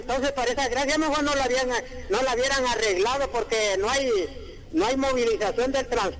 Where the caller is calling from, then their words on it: Yamaranguila, Intibucá, Honduras; no soy de allí de La Esperanza ni qué sé yo, pero soy un intibucano. Soy de aquí del municipio de Yamaranguila.